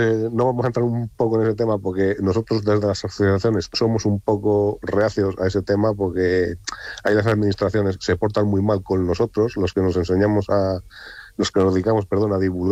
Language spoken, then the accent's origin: Spanish; Montemayor de Pililla, Castile and León, Spain; born or raised there